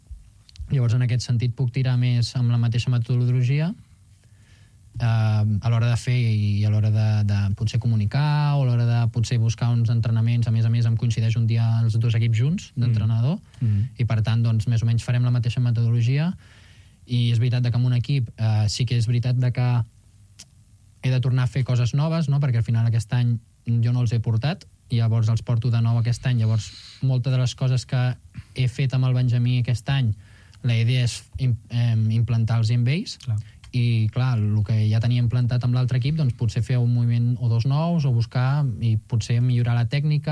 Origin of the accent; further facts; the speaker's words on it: Arenys, Catalonia, Spain; tinc alguna cosa més d'Arenys allà a l'habitació, que al final també em recorda d'on soc, quin és el meu origen